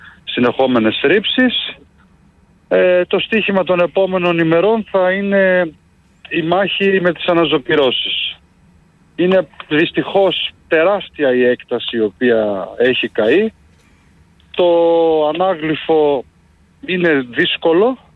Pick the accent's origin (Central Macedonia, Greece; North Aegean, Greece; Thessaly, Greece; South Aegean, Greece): Central Macedonia, Greece; Thessaloniki; Δεν είναι από εδώ τοπικοί, είμαστε από όλη την Ελλάδα, εγώ είμαι από Θεσσαλονίκη